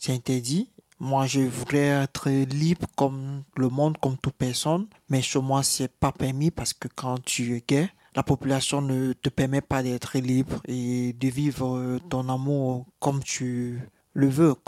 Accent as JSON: {"language": "French", "country": "Cameroon", "said": "je viens du Cameroun, j'ai 34 ans, d'origine Sawa et Bamileke, de père Sawa et de mère Bamileke."}